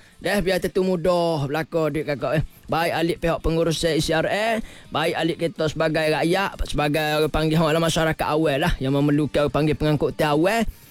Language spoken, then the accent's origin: Malay; Kelantan, Malaysia; kita lah sebagai rakyat Kelantan